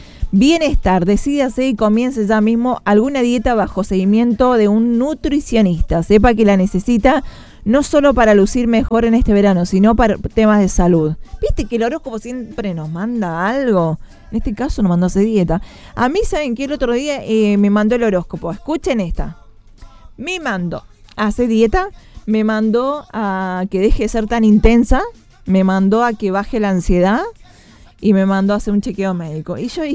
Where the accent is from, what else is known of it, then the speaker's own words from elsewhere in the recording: Mendoza, Argentina; Soy mendocina, una mezcla porteña, puntana, pero el Cuarteto es lo más.